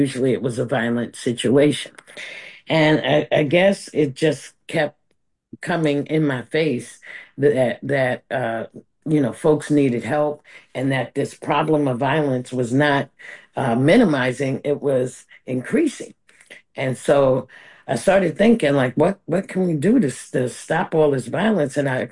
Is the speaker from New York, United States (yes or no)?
yes; New York City, New York, United States; I was born and raised in the Bronx. I've been in Harlem for a long time, over 40 years